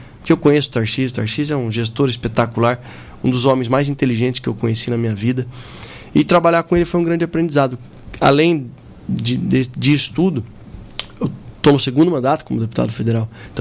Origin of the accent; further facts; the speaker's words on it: Sorocaba, São Paulo, Brazil; Eu sou do interior de São Paulo também, com muito orgulho, sou de Sorocaba